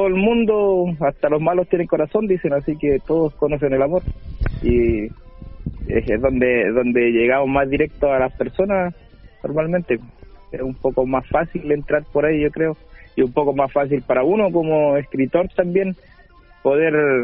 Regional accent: Los Ríos, Chile; yo soy un artista independiente de la región de Los Ríos

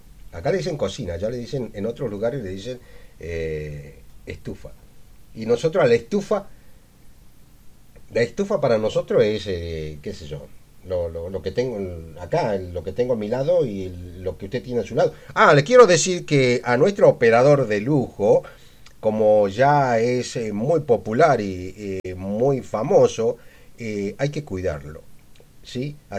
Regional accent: Argentina; Sí, soy argentino, pero no tomo mate.

